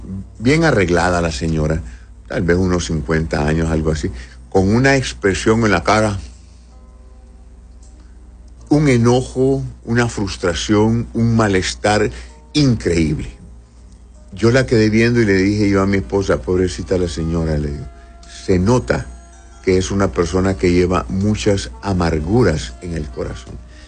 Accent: Honduras; Nosotros los hondureños tenemos algunos modismos del lenguaje.

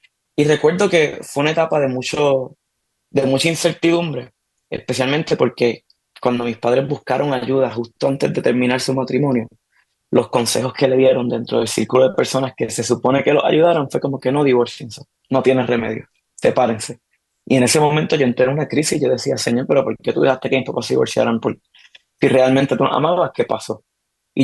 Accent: San Lorenzo, Puerto Rico; now in Orlando, United States; yo soy puertorriqueño, aunque vivo aquí en Orlando, Florida. Soy puertorriqueño y me crié allá en el pueblo de San Lorenzo, en Puerto Rico. Y me crié dentro de una familia cristiana. Me crié en la iglesia.

